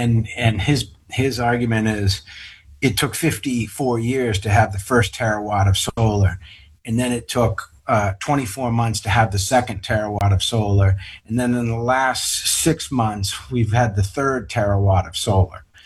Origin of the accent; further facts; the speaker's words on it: Wayland, Massachusetts, United States; And that was okay when I was growing up in Wayland